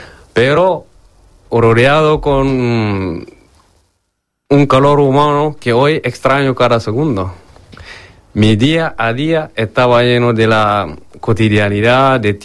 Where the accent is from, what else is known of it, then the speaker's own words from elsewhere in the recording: Mali; moved away; Cuando me fui de Mali, hace 3 años, en un momento que quedarme ya no era una opción si quería conservar mi vida. y mi libertad. La solución en mi país se volvió insostenible